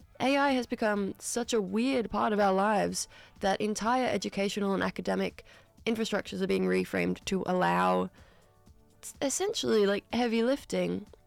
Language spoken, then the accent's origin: English; Newcastle, New South Wales, Australia; now in Sydney, Australia; I am not from Sydney. I'm pretty much from Sydney. I'm from Newcastle, which is not too far off. I grew up in Newcastle